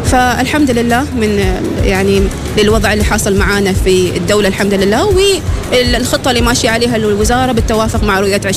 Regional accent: Oman; accent: Omani; إحنا كعمانيات

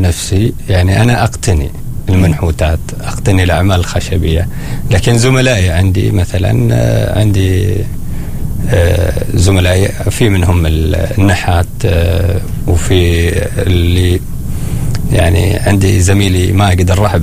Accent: Oman; الثيمة الخاصة فينا نحن كعمانيين

